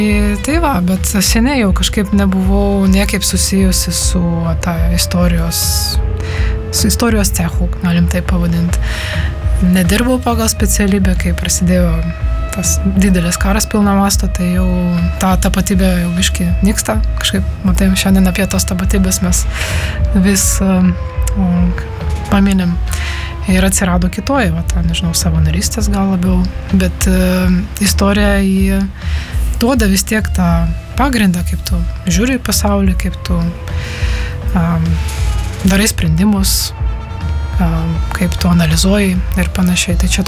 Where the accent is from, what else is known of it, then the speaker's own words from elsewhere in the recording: Ukraine; now in Lithuania; kad aš esu ukrainietė, kad esu, privalau būti nepasyvų žmogų mane, kad turiu savo pareigos kaip Ukrainos pilietė.